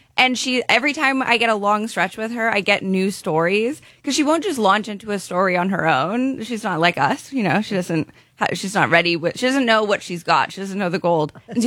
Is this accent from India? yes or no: no; Canada; I am Canadian, as is my mom.